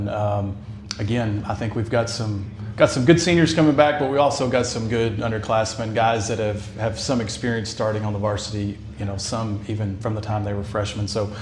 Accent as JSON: {"language": "English", "town": "Elkhart", "region": "Texas", "country": "United States", "tie": "born or raised there", "lives_now": "Mineola, United States", "said": "I grew up in Elkhart, which is hour and a half south of here. Graduated from there in 97. Then I went to college at what is now East Texas A&M."}